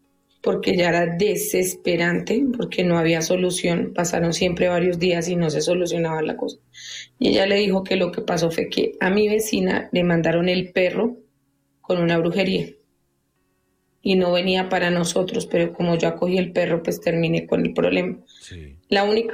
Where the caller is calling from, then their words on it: Tocancipá, Cundinamarca, Colombia; De Tocancipá.